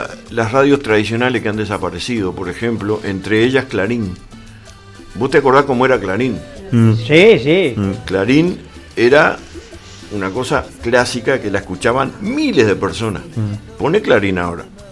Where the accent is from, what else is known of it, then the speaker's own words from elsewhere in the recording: Montevideo, Uruguay; Yo soy montevideano